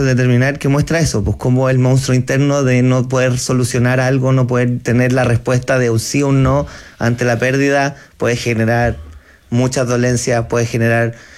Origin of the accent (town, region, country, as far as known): Chile